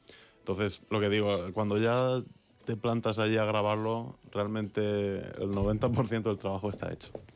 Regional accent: Orihuela, Valencian Community, Spain; Yo es que soy de Orihuela.

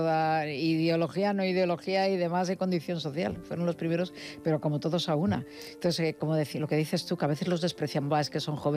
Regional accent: Galicia, Spain; moved away; Yo, cuando me voy a mi tierra, Galicia, me sigo reencontrando con mis colegas del cole y del instituto.

